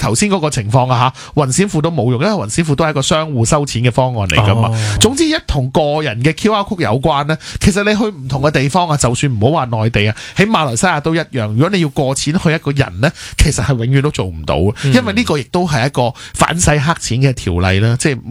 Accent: Hong Kong; 咁当然我哋香港人系冇问题嘅，

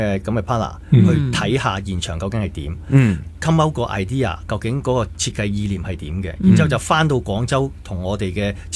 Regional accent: Hong Kong; 咁嚟到香港就更加啦，我哋自己土生土長

